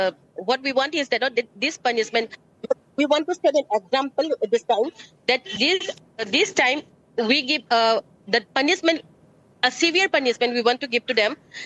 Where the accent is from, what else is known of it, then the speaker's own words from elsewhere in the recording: India; But, sir, you are an Indian. I'm also an Indian, as much as you are an Indian, sir.